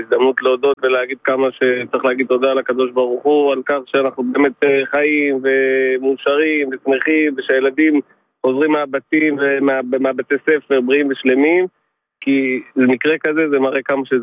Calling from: Haifa, Haifa District, Israel

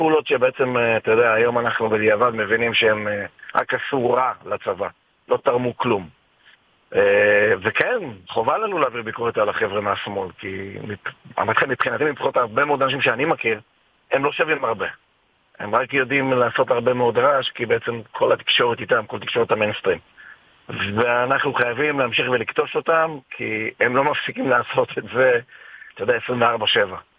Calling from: Nahariya, Northern District, Israel; אני אגב מנהריה, אני תושב הצפון

